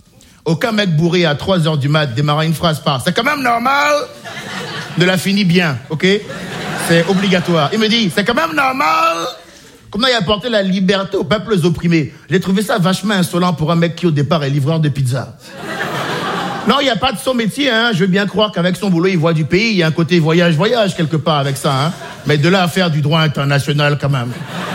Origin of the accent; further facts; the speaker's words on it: Benin; J'ai grandi au Bénin. Un petit pays d'Afrique de l'Ouest